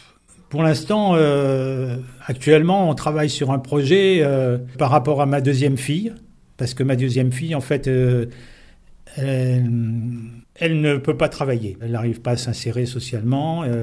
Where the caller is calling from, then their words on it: Paris, Île-de-France, France; chez nous, à Paris